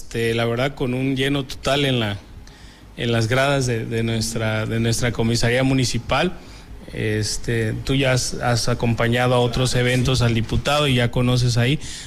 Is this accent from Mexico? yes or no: yes; Kilómetro 30, Guerrero, Mexico